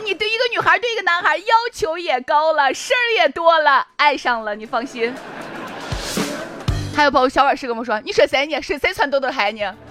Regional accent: Shaanxi, China; 这是我们那边的方言啊，看有多少人是知道的。我唱一下，毛麻的。咦，这么多人知道呢？我以为这陕西话是加密语言

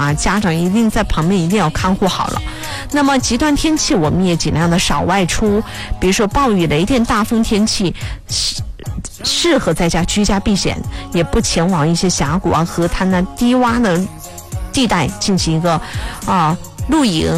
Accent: Jiangsu and Zhejiang, China; 我们江浙话叫卖烟筋儿啊

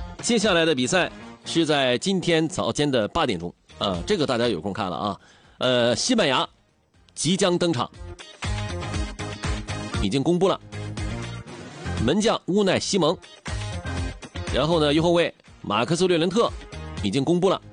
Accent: China; 我们中国人最熟悉了

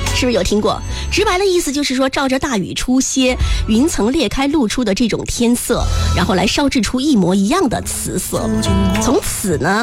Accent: China; 我们中国人

